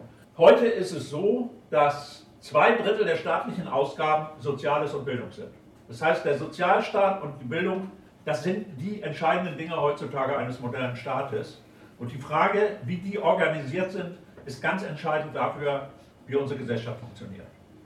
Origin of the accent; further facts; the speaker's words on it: Schleswig-Holstein, Germany; ich komme ja aus Schleswig-Holstein oben an der Küste